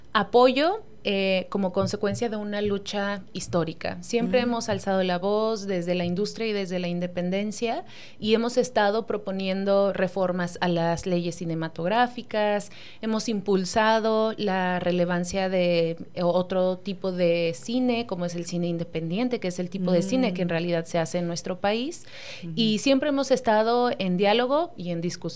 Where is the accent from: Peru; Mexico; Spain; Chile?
Mexico; Morelia, Michoacán; Yo vengo de Morelia